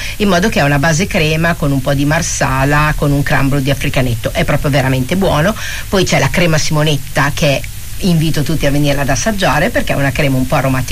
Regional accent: Bologna, Emilia-Romagna, Italy; born there; perché io sono nata a Birra Bologna. Nella zona prima dell'aeroporto.

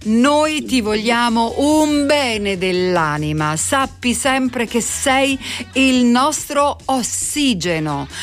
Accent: Apulia, Italy; Da Leccese a Leccese.

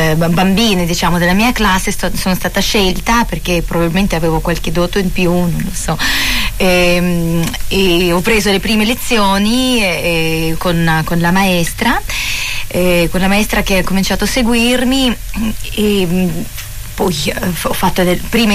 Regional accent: Urals, Russia; Italian is a second language; moved away as an adult; also born or lived in Moscow; now in Italy; nella mia città natale, negli Urali. Perché io forse dovrei dire che unisco nelle mie origini il sangue ucraino della mia mamma di Militopoli

